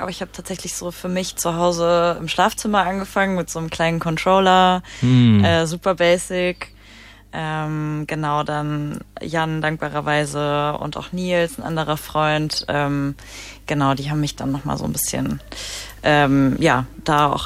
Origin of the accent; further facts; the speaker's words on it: Mainz, Rhineland-Palatinate, Germany; ich bin in Mainz aufgewachsen